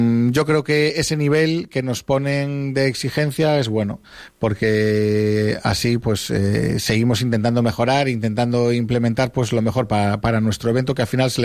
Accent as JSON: {"language": "Spanish", "country": "Spain", "said": "Pues somos españoles, vamos, exacto, a esperar al final."}